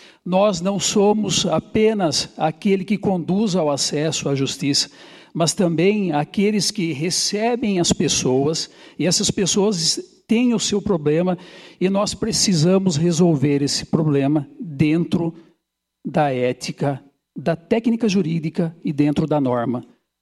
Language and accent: Portuguese; Sorocaba, São Paulo, Brazil; now in Araras, Brazil; eu sou de Sorocaba, vim para cá, para Araras, em 1993.